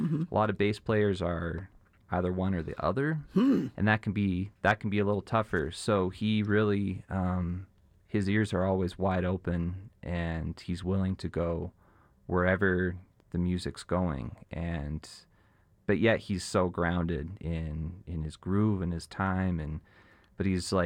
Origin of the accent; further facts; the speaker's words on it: Canada; I'm gonna call it Hattrick because I'm from Canada, so it's like the hockey reference.